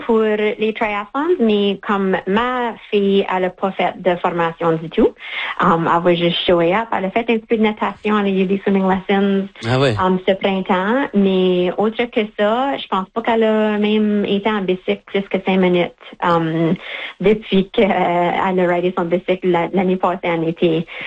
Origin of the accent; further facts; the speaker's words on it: St. Malo, Manitoba, Canada; Je viens de Saint-Malo.